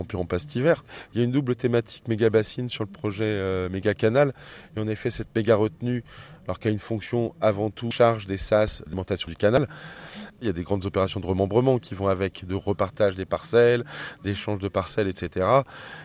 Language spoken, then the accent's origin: French; Beauvais, Hauts-de-France, France; born there; Je suis né à Beauvais